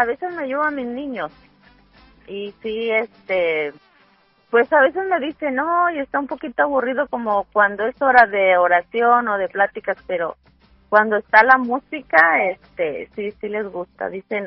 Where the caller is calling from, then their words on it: West Sacramento, California, United States; De West Sacramento.